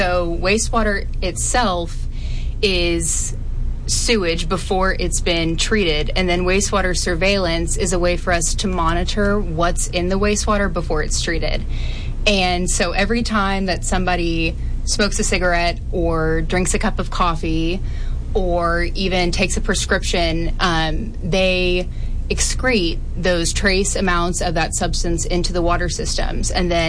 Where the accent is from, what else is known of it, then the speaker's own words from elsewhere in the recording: Shreveport, Louisiana, United States; So I'm from Shreveport, Louisiana, and I went to Ole Miss for undergrad